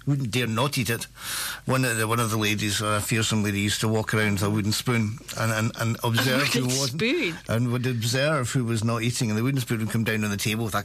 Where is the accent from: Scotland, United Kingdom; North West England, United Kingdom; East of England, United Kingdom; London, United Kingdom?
Scotland, United Kingdom; Banff; I grew up in Banff